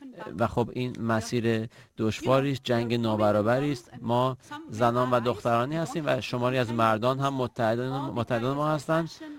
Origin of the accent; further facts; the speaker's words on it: Afghanistan; از افغانستان هستم.